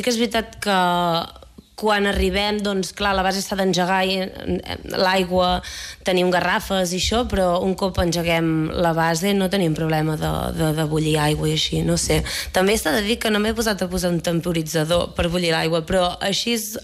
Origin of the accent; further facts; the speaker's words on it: Catalonia, Spain; jo soc catalana